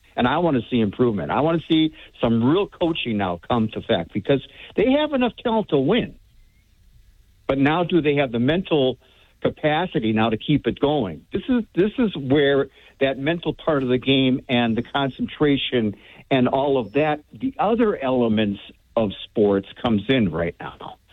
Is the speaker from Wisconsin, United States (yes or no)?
yes; Milwaukee, Wisconsin, United States; It's like, I'm from Milwaukee, and if you're from Milwaukee and you're a true fan